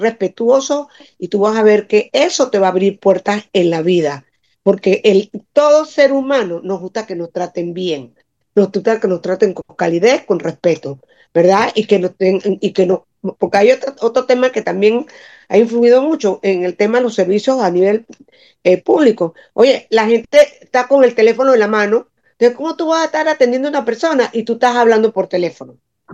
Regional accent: Panama; nosotros mismos como panameños

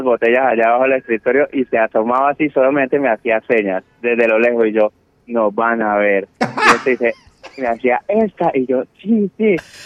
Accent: Colombia; Pero claro, yo soy colombiano, nosotros bebemos a otro ritmo distinto.

